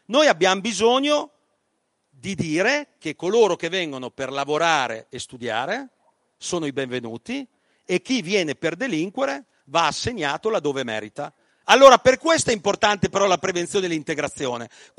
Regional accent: Emilia-Romagna, Italy; Volete che parliamo delle mie parti dove si produce il parmigiano reggiano?

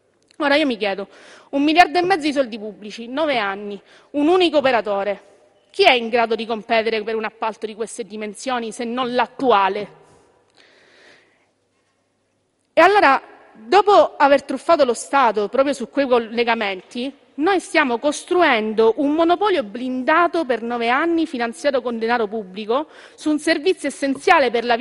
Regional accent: Messina, Sicily, Italy; io vengo dalla Sicilia, vengo da Messina.

